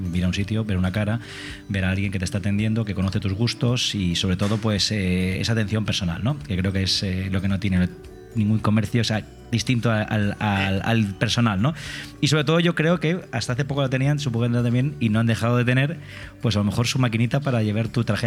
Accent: Granada, Andalusia, Spain; yo también me he criado en este barrio. Yo también he sido hijo de comerciantes de este barrio, de la calle al lado.

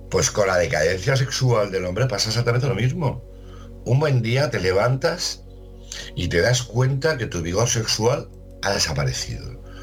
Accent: Spain; Y soy español.

